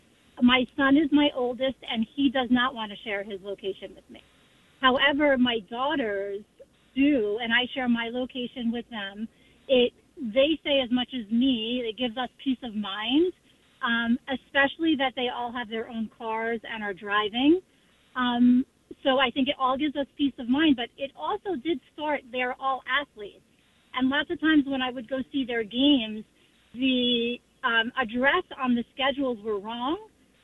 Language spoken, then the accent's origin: English; Cliffside Park, New Jersey, United States; now in Hawthorne, United States; I grew up in Cliffside Park, but I live in Hawthorne now.